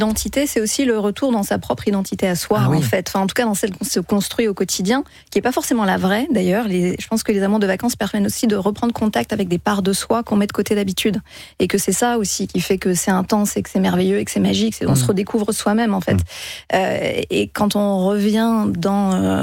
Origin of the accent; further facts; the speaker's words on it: France; moi, je suis française.